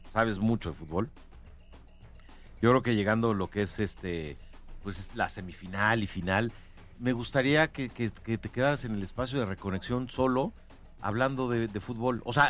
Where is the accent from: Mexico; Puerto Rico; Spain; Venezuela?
Mexico; nos merecemos como mexicanos festejar lo que está pasando con el tricolor en este momento.